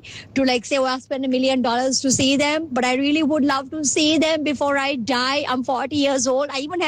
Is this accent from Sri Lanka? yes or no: yes; Sri Lanka; I'm from Sri Lanka.